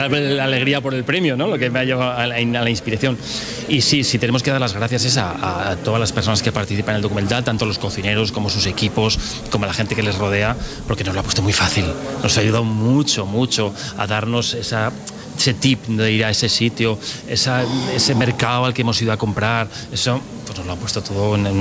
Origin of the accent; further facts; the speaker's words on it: Pamplona, Navarre, Spain; Yo navarro, yo de Navarro. De Pamplona, nada más y nada menos.